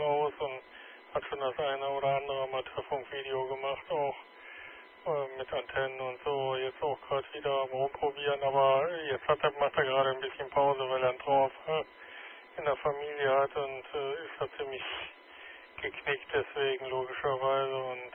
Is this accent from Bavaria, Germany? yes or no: no; Solingen, North Rhine-Westphalia, Germany; now in Datteln, Germany; Und mein Heimat QTH ist Solingen. Einer Stadtgrenze zu Wuppertal und zurzeit bin ich auf dem Campingplatz in Datteln.